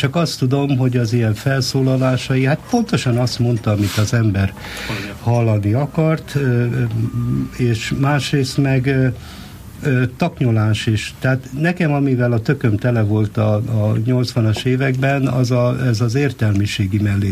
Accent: Nyíregyháza, Szabolcs-Szatmár-Bereg, Hungary; born there; also born or lived in Szeged; now in Budapest, Hungary; Hát születni Nyíregyházán születtem, a nagyszüleim azok tunyogmatolcsiak és gacsáiak

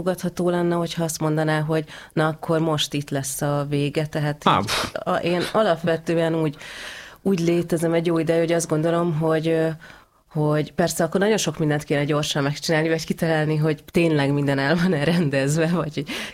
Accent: Budapest, Hungary; Hát én a Rózsadomba alján, úgyhogy ez abszolút budai övezet.

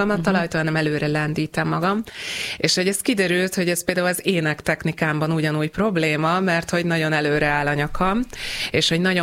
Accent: Hungary; oké, hogy gánai magyar vagyok

